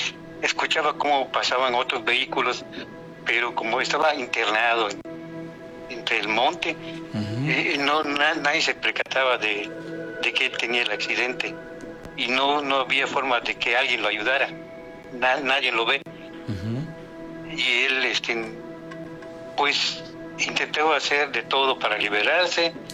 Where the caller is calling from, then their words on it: Comitán, Mexico; de Comitán, Yucatán.